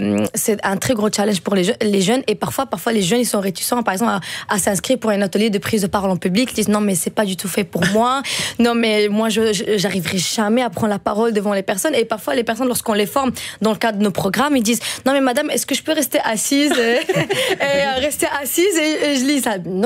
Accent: Antwerp, Flanders, Belgium; first language Dutch; French is a second language; moi, j'ai grandi à Anvers. J'étais néerlandophone de base.

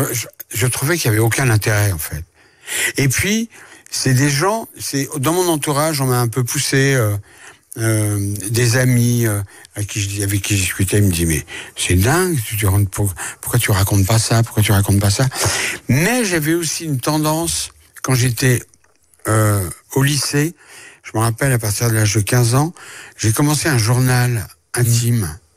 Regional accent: France; born there; Alors donc, ma mère lui a pris un billet de bateau, et elle a traversé l'Atlantique, et je suis né en France avec elle.

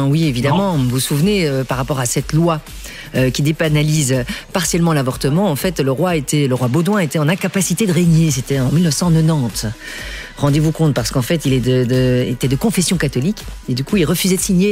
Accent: Belgium; En tant que Belge, forcément, avec cette monarchie. Nous sommes dans une royauté.

